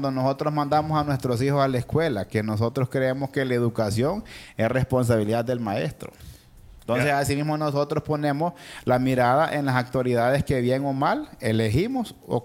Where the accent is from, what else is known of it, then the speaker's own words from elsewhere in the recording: Honduras; somos nosotros los hondureños los responsables